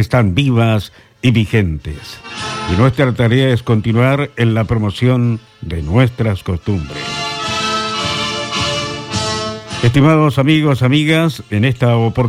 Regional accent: Chile; nuestra gran preocupación, como muchos chilenos, está precisamente centrado en las circunstancias de nuestros compatriotas en la zona sur de nuestro país.

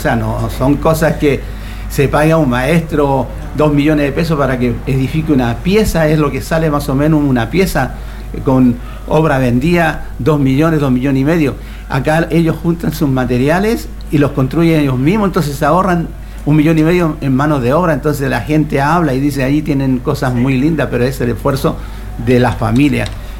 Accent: Chile; Yo soy chileno

